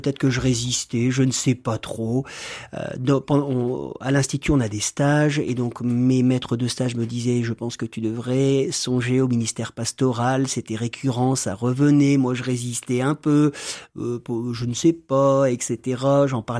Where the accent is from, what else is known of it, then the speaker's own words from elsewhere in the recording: Roubaix, Hauts-de-France, France; born there; moved away as an adult; also born or lived in Gap; now in Villeneuve-d'Ascq, France; Je suis né à Roubaix.